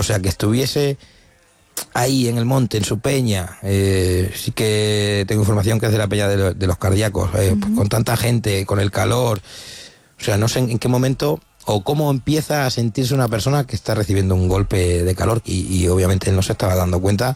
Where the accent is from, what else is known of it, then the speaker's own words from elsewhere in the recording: Cáceres, Extremadura, Spain; soy un hombre de Cáceres, de calor